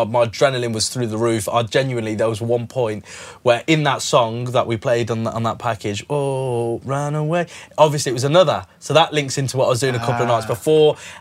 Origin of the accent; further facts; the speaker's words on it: Coventry, West Midlands, United Kingdom; I'm from Coventry